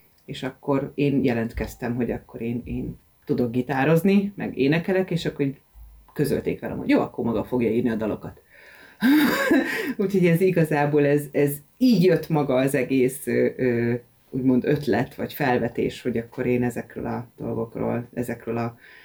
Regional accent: Budapest, Hungary; én tőzsgyökeres pesti lány vagyok. Ahogy ezt így mondani lehet, én Soroksáron születtem. Szüleim is pestiek egyébként.

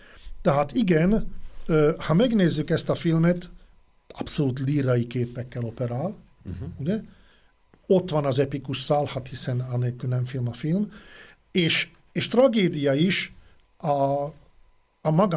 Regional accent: Hungary; accent: Palóc; Kezdjük azon, hogy én most milyen nyelven beszélem ezt a néhány mondatot. Hogy én palócosan beszélek

